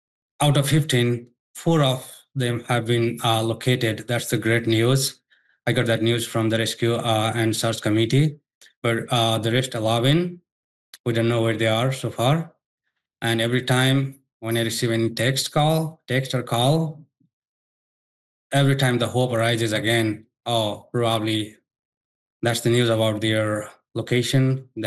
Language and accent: English; Nepal; this is happening in real time in Nepal, in my home country.